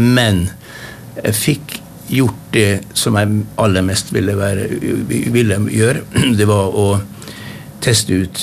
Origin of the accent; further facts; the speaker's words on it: Kristiansund, Møre og Romsdal, Norway; moved away; Så hadde jeg en liten lansering i Kristiansund i min hjemby